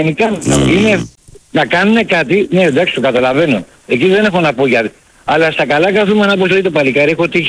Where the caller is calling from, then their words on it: Piraeus, Attica, Greece; Έλα, Βαγγέλη … φίλε από Πειραιά.